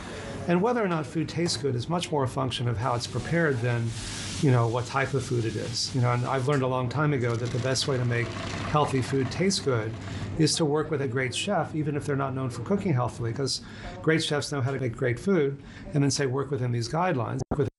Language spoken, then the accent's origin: English; Texas, United States; I grew up in Texas eating meat 4 or 5 times a day, and I liked it.